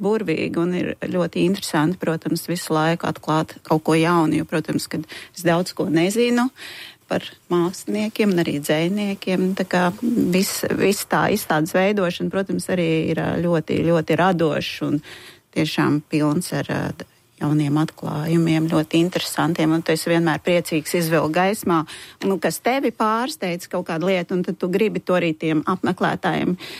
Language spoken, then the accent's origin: Latvian; Cīrava, Dienvidkurzeme Municipality, Latvia; born there; jo es esmu dzimusi Cīravā